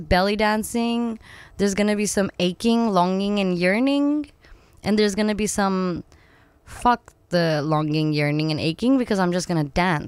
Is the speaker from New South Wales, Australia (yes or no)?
yes; New South Wales, Australia; also born or lived in Melbourne; now in Carlton, Australia; I grew up in New South Wales on a farm.